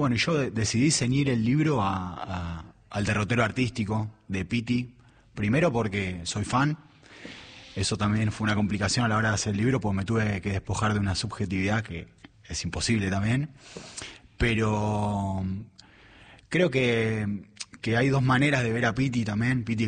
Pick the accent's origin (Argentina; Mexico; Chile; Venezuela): Argentina; Buenos Aires; yo viví toda mi vida en el barrio del Abasto